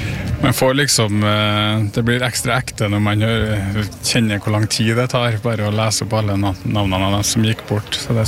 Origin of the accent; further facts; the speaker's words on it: Trondheim, Trøndelag, Norway; Og jeg kom fra Trondheim, en stor by med et godt fagmiljø på psykosocial oppfølging, så vi hadde god oppfølging.